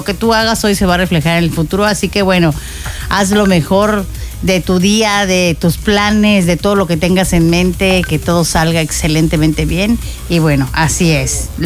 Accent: Mexico; que somos así bien mexicanos.

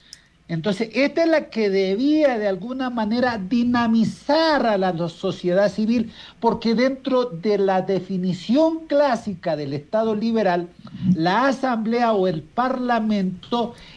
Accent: Ecuador

